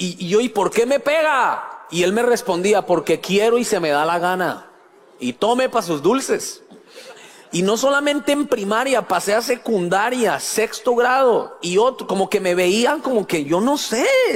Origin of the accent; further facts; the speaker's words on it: Bogotá, Colombia; yo soy colombiano, yo sé que a veces suena como mexicano, colombiano, pero soy bogotano